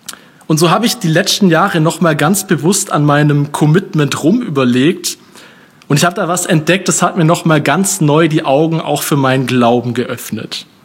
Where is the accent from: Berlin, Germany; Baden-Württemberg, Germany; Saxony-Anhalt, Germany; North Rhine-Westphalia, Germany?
Baden-Württemberg, Germany; Bei uns im Schwabenland haben wir eine sehr ausgeprägte Zeltlagerkultur und ich denke, das weiß jedes Kind in unseren Gemeinden.